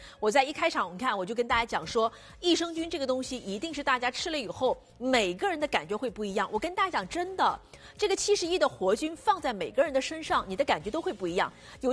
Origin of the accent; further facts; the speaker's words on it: Jiangxi, China; 因为我们是江西人